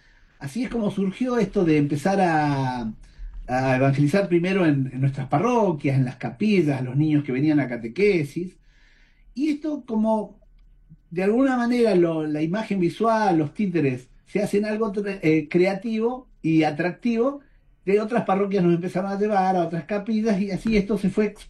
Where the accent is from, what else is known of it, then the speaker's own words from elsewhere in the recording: Buenos Aires, Argentina; de Buenos Aires, Argentina, ¿sí?